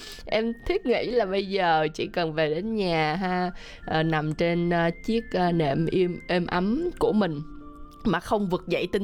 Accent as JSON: {"language": "Vietnamese", "region": "Tay Ninh", "country": "Vietnam", "tie": "born or raised there", "moved": "yes", "said": "thì cũng là một người con của Long An, Tây Ninh, cũng rất là quen thuộc với lại cụm Tân An, Long An, Tây Ninh"}